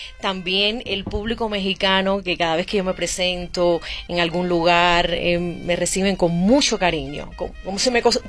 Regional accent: Havana, Cuba; now in Los Angeles, United States; nací y me crié en La Habana, Cuba. Vengo de una, wow, familia musical.

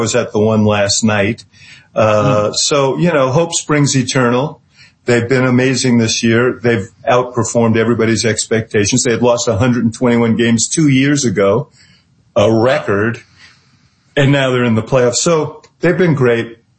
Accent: New York, United States; now in Chicago, United States; I'm from New York originally, so I don't have the tribal loyalties that Chicagoans have.

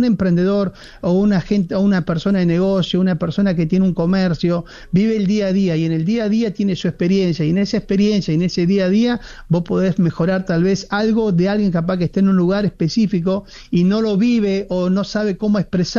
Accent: Argentina; te das cuenta que soy argentino?

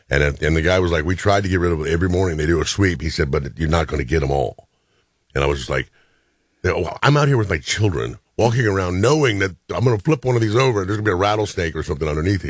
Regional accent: Indiana, United States; I'm a kid from Indiana.

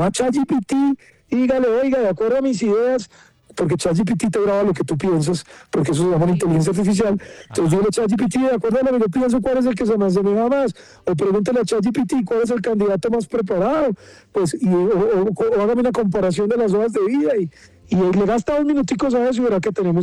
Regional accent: Caldas, Colombia; La gente pues en Caldas, de donde yo soy, pues la verdad, hermano, muy querida conmigo, muy afectuosos.

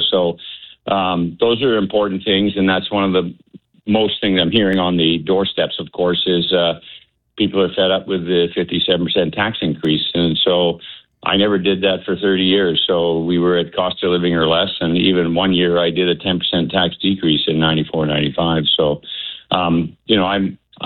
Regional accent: Langford, British Columbia, Canada; really, I was born in Langford, raised in Langford, raised my family here. My parents and grandparents were here before.

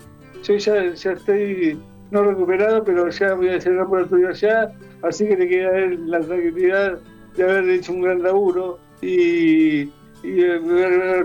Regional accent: Argentina; now in Spain; Soy argentino

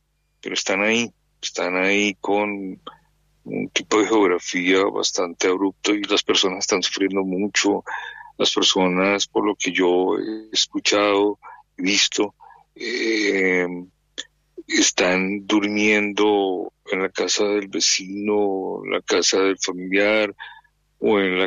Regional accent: Colombia

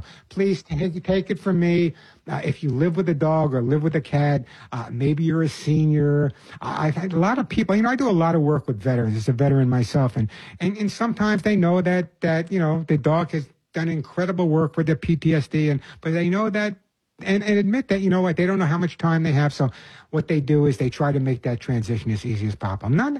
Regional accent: Queens, New York, United States; accent: New York; Hello, Queens, New York. Although I did lose my New York accent.

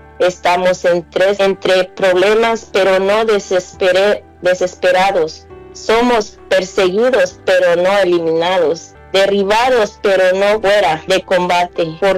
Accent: Guerrero, Mexico; Yo vengo soy de México, de un rancho, soy de México, de Guerrero, soy de una familia muy pequeña, tengo tres hermanos, yo soy la tercera y somos cuatro en la familia.

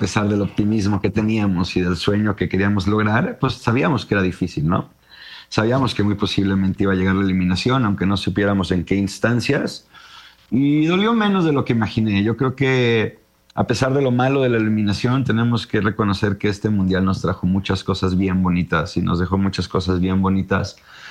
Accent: Mexico

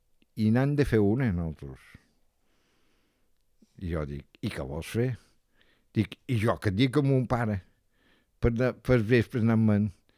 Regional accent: Es Mercadal, Balearic Islands, Spain; born there; Vaig néixer a Sant Jordi, terme de Mercadal. Vaig néixer dia 17 del 10 del 43.

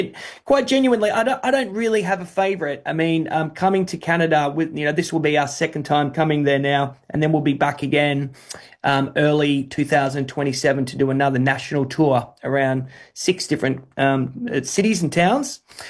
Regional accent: Australia; now in London, United Kingdom

